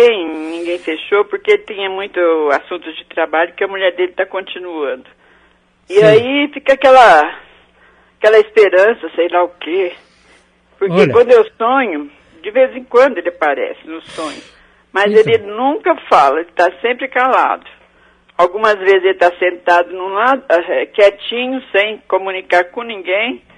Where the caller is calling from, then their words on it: São Sebastião do Paraíso, Minas Gerais, Brazil; De São Sebastião do Paraíso, sul de Minas